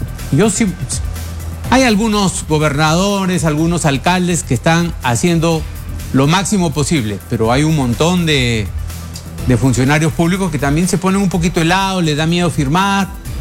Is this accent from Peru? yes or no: yes; Piura, Peru; also born or lived in Lima; yo me siento piurano a pesar de que nací en Lima, pero viví de 0 a 10 años en Piura